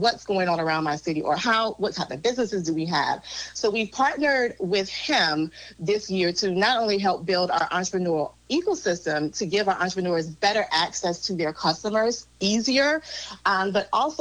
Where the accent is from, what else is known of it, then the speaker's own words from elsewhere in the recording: North Carolina, United States; Because back in the day when we were growing up in Vance County, Tracy and I, we grew up here, different.